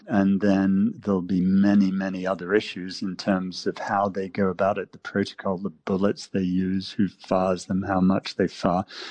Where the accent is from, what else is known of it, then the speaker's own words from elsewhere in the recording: United States; And I hope that they don't view us all, I'm American, they don't view us all through the same lens.